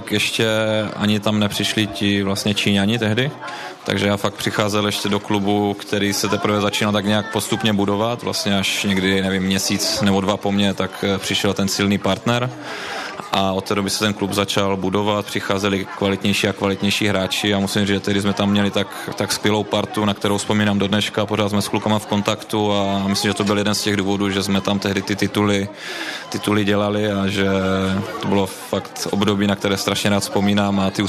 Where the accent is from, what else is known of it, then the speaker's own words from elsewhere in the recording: Moravian-Silesian Region, Czechia; accent: Ostrava; tak tam se mi smáli, že mluvím ostravsky a když jsem přijel domů, tak se mi smáli, že mluvím pražsky, takže jsem zůstal tak někde mezi asi.